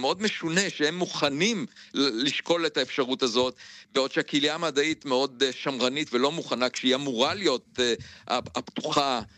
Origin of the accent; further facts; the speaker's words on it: Beit Hanan, Central District, Israel; דרך אגב, אני נולדתי במושב בית חנן, וגדלתי בצד הטבע.